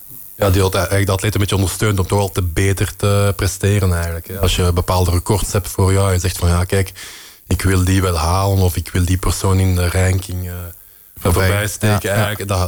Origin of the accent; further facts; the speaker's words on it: Flanders, Belgium